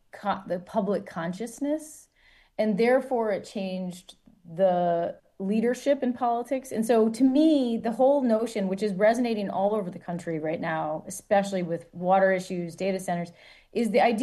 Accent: Michigan, United States; growing up in Michigan, I was born in 1979, grew up in the 80s. It was a union place.

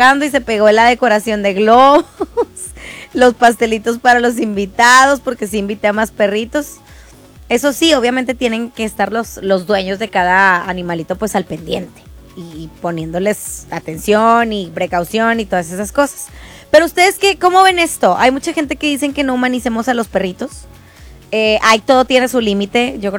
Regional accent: Monterrey, Nuevo León, Mexico; ya sabes cómo somos los mexicanos y los regios también específicamente

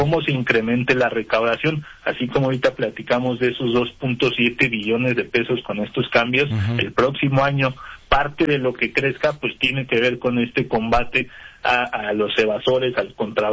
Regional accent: Mexico

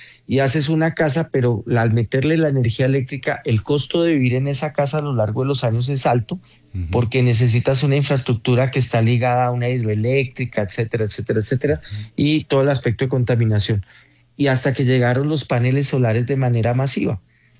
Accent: Colombia

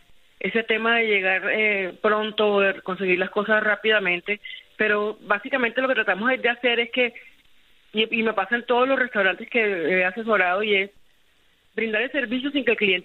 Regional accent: Caribbean Region, Colombia; Yo no sirvo de nada como costeña, cocinera costeña y reconocida aquí y allá, sin dejar claro que mi herencia y mis conocimientos salen de un territorio

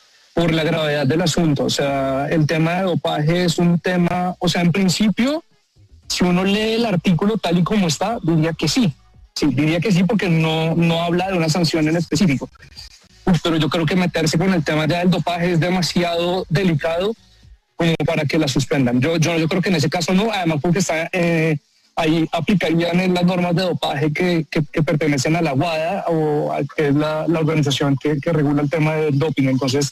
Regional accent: Mexico; porque yo soy de México

